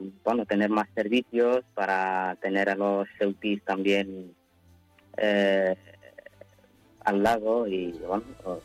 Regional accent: Ceuta, Spain; somos de Ceuta y sabemos un poco las zonas mejores que las otras.

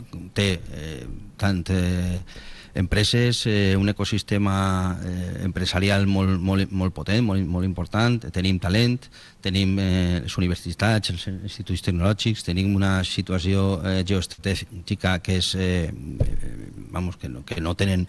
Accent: Valencian Community, Spain; Així ja som els valencians.

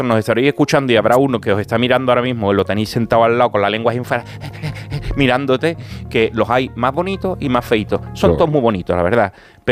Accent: Cádiz, Andalusia, Spain; Como yo soy gaditano, suena igual.

